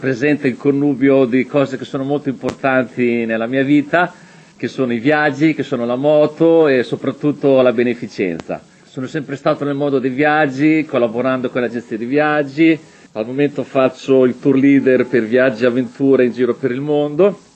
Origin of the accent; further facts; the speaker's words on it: Forlì, Emilia-Romagna, Italy; accent: Romagnolo; sono di Forlì, dalla bella Romagna, come credo che si senta dall'accento